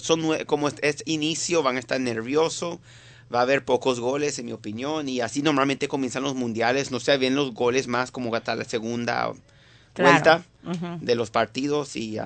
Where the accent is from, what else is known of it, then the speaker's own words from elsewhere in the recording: Venezuela; moved away; Me ha pasado que digo a alguien que soy de Venezuela